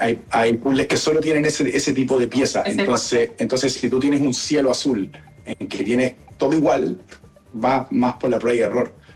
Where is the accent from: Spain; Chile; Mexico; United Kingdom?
Chile; En esta oportunidad somos 4 chilenos, los tres que estamos presentes aquí